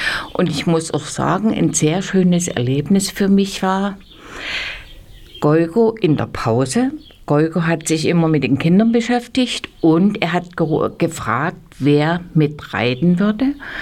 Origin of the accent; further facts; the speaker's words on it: Ehrenberg, Germany; Ich bin auch geboren in Ehrenberg, bin auch in die Schule gegangen und wurde ausgesucht.